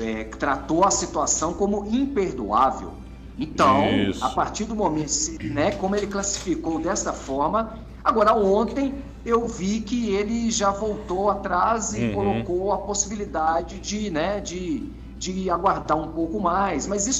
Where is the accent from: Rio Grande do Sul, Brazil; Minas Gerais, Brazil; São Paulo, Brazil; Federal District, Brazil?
Minas Gerais, Brazil; Sou, me criei em Minas.